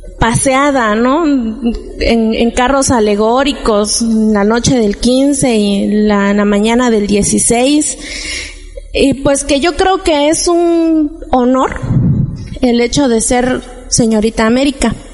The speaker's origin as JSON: {"language": "Spanish", "country": "Mexico", "said": "para nosotros como mexicanos es de gran trascendencia y de relevancia el festejar, el dar honor a nuestros héroes que nos dieron patria y libertad. Y bueno, en nuestro pueblo Santa Cruz Jocotlán"}